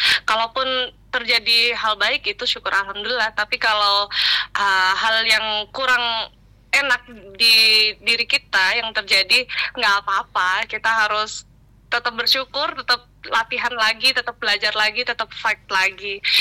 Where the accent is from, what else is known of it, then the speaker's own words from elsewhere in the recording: Jember, East Java, Indonesia; Dari kampung halaman saya sendiri